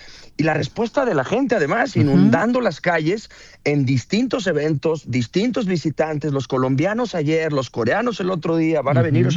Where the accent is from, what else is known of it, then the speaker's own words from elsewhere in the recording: Mexico; Somos todos mexicanos